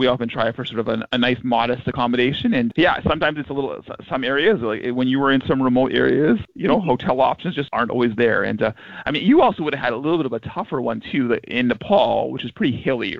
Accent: Altona, Manitoba, Canada; I'm from the Altona area.

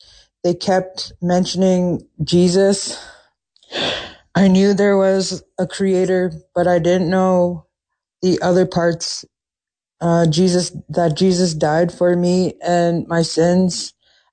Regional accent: Thompson, Manitoba, Canada; I'm from Thompson. I grew up with my mother and my brothers, a single parent home

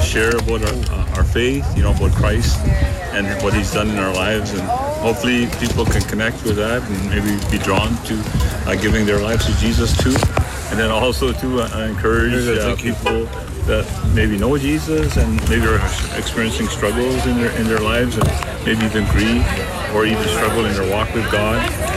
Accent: Niverville, Manitoba, Canada; We're from Niverville. We live in Niverville.

